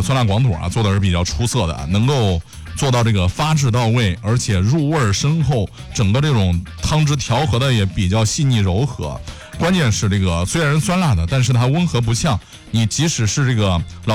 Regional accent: Henan, China; 咱河南人

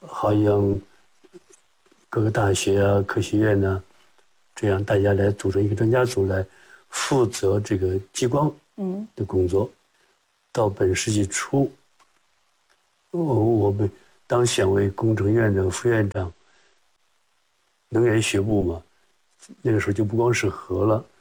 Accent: Nanyang, Henan, China; moved away; 因为我们生在1938年，抗日战争。我为什么会生在南阳呢？就是逃日本。

